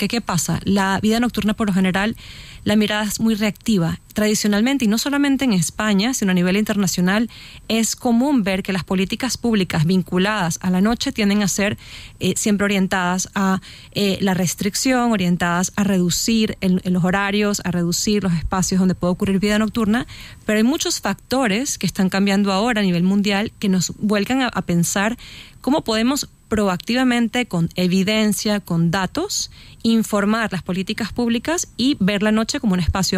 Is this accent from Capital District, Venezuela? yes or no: yes; Caracas, Capital District, Venezuela; yo soy de Venezuela y en Venezuela empecé a estudiar la importancia de la noche como espacio para socializar, ¿no? Habiendo crecido en Caracas, que era una ciudad muy, muy peligrosa cuando yo estaba joven